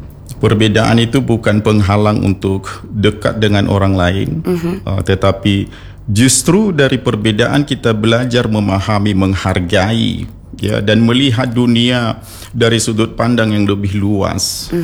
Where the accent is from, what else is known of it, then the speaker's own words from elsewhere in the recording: Aceh, Indonesia; tengah-tengah kota kita, daerah kita Aceh Barat, sangat luar biasa